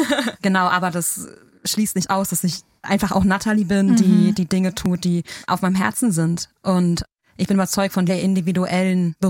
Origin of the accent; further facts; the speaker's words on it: North Rhine-Westphalia, Germany; also born or lived in Hesse; ich bin gebürtige Ruhrgebietlerin, war zwischendurch weg für mein Theologiestudium und bin dann wieder zurückgekommen.